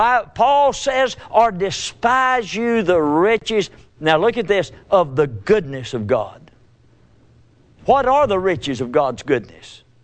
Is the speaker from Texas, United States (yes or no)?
no; Chattanooga, Tennessee, United States; I was, of course, growing up in Chattanooga, Tennessee